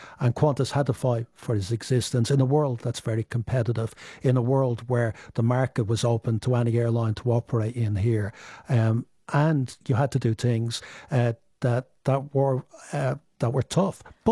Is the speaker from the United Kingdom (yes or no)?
no; Dublin, Leinster, Ireland; I talk in the book about my family history growing up in Dublin from a very poor background and then getting my first job in an airline, Aer Lingus, and I'd never flown before.